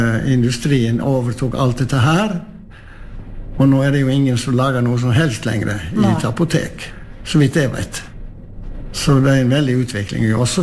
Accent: Hafslo, Vestland, Norway; also born or lived in Tønsberg; now in Hafslo, Norway; for det første så er jeg født og oppvokst i Hafslo.

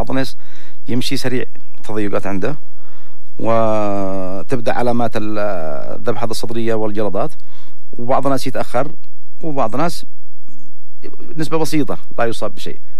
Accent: Yemen; عندنا في اليمن

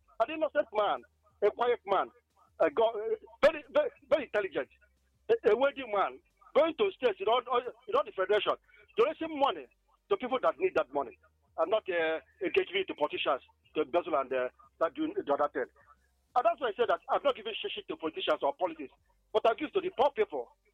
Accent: Anambra, Nigeria; And I grew up for Bunka in Anambra State.

